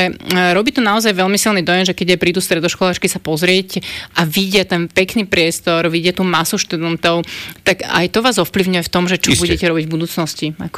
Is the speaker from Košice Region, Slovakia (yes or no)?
no; Moravský Svätý Ján, Trnava Region, Slovakia; moved away; Áno, áno, ja som zo Záhoria, hej.